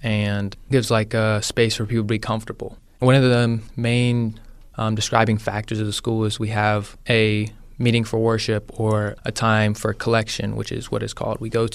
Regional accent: Barnesville, Ohio, United States; from Barnesville, Ohio. Freshman year was a big learning experience across the board. I came from a public school at Barnesville, small little town

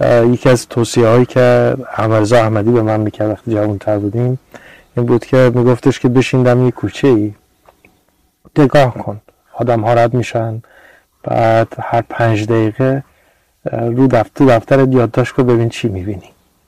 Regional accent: Iran; born there; این که فرض کنیم من انسانی که در ایران به دنیا آمدم خیلی ویژه‌ام

